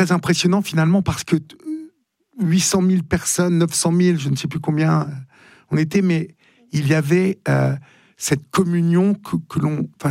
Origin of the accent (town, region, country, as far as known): Paris, Île-de-France, France